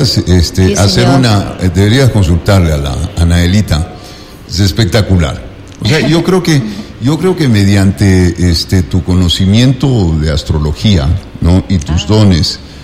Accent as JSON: {"language": "Spanish", "town": "Quito", "region": "Pichincha", "country": "Ecuador", "said": "la responsabilidad que tenemos como quiteños de la provincia de Pichincha"}